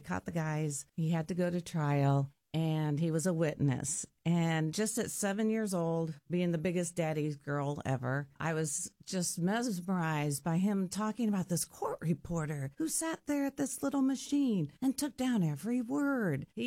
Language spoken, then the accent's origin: English; Des Moines, Iowa, United States; Born and raised in Des Moines.